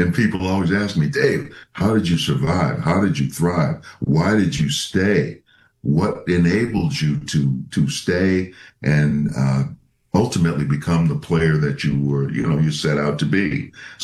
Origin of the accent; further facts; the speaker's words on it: Minnesota, United States; The Vikings, my hometown, drafted me.